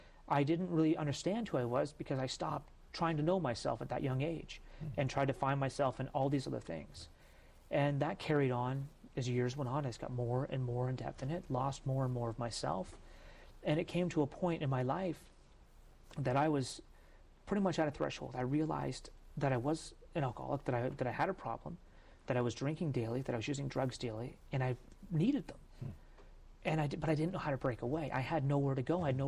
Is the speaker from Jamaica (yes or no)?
no; Canada; As a Canadian, we played road hockey nonstop.